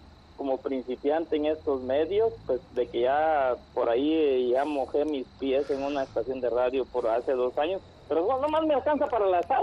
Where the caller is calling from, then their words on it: Lancaster, California, United States; Yo vivo en Lancaster